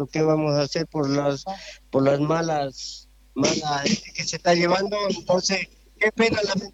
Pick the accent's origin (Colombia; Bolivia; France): Bolivia; pero aquí estamos cumpliendo como boliviano, cumpliendo en el desfile, eso podría decir.